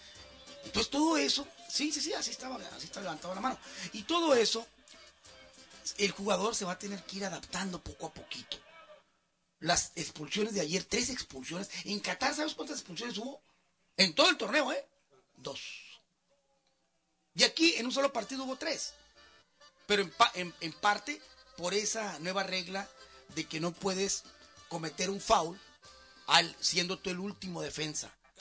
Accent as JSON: {"language": "Spanish", "country": "Mexico", "said": "Y luego ya sabe cómo somos los mexicanos, que se nos da la fiesta."}